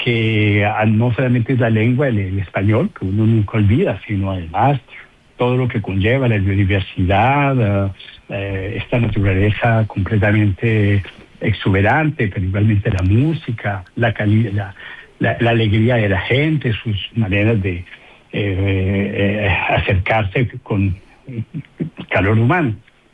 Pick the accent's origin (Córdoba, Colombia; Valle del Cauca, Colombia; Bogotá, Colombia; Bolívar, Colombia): Valle del Cauca, Colombia; Cali; moved away as an adult; also born or lived in Tunja, Colombia; now in France; yo nací en Tunja, nunca viví en Tunja, realmente me considero, digamos, de Cali, porque pasé, digamos, de los 6 a los 20 años, cuando me fui de Colombia, mi vida en Cali, mi niñez, juventud y estudios superiores